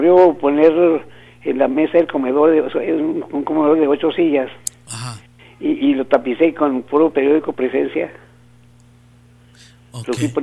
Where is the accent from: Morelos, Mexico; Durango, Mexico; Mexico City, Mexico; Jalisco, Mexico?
Durango, Mexico; San Marcos; born there; Yo nací en Durango, en San Marcos, Durango.